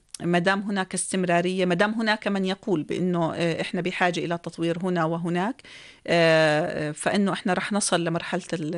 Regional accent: Jordan; إحنا عندنا في الأردن

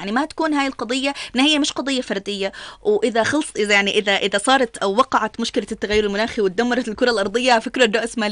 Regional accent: Jordan; احنا كمجتمع اردني

